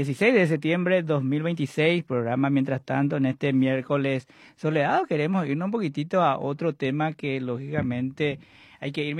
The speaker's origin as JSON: {"language": "Spanish", "country": "Paraguay", "said": "lo que somos los paraguayos"}